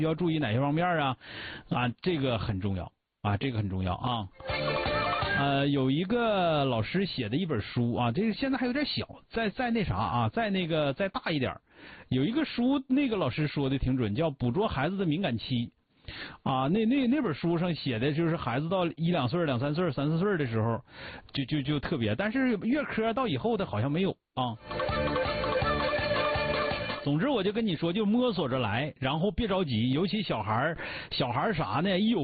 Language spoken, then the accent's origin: Chinese; Northeast China, China; 反正我这我看着是咱们东北人，反正都粗了点，不像人家那么细致啊。